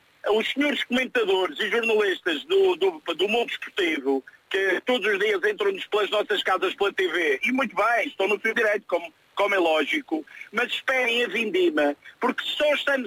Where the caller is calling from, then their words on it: Madeira, Portugal; aqui na Madeira, costumo dizer que sou descendente daqueles navegadores bravos do século XV